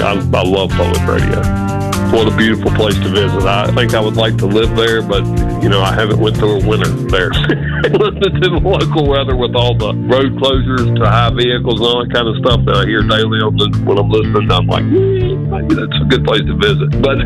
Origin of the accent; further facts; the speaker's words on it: Roanoke, Virginia, United States; from Roanoke, Virginia. Lived here my whole life.